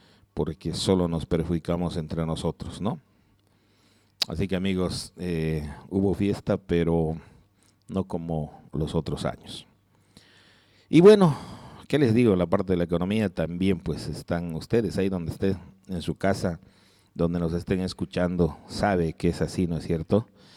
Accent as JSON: {"language": "Spanish", "town": "Pasorapa", "region": "Cochabamba", "country": "Bolivia", "said": "mi tierra Pasorapa"}